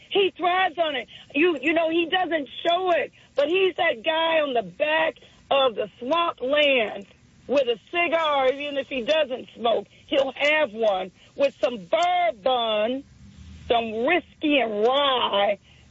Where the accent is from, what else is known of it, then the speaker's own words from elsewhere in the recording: the South, United States; accent: southern; and I did it that way, you heard my accent, southern state.